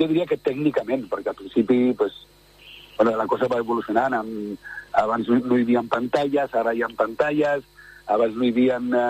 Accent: Sant Feliu de Guíxols, Catalonia, Spain; jo soc de Sant Feliu de Guíxols

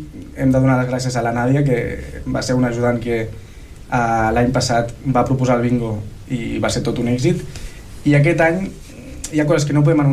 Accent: Tordera, Catalonia, Spain; perquè sí que és veritat que som del veïnat de Sant Daniel, no a Tordera Poble, i això a vegades és un hàndicap.

